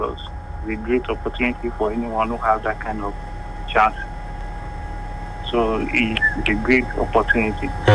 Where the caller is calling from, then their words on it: Tanzania; calling from Tanzania.